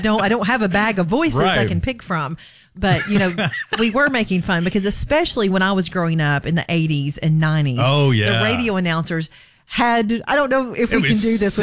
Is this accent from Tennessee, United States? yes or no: yes; Tennessee, United States; accent: East Tennessee; how I got this job in radio with my East Tennessee accent.